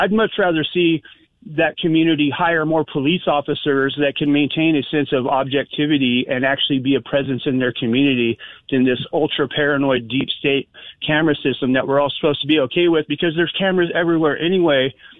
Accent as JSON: {"language": "English", "region": "California", "country": "United States", "tie": "born or raised there", "said": "back where I'm from in the redneck part of California, in my hometown"}